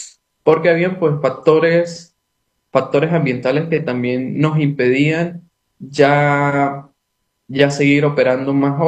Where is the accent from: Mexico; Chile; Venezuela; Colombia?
Venezuela; Eso fue muy llamativo para nosotros como venezolanos